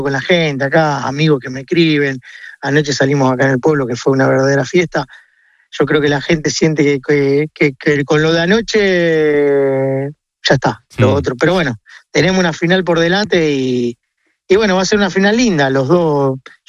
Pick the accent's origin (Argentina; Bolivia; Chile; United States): Argentina; Bueno, como todo argentino no perdemos la esperanza